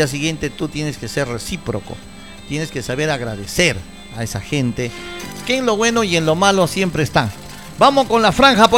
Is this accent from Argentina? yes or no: no; Peru; somos patriotas bien peruanos, señores.